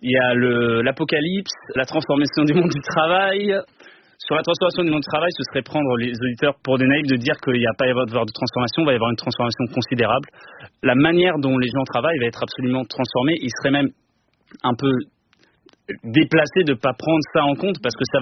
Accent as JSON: {"language": "French", "country": "France", "said": "en tant que Français européens"}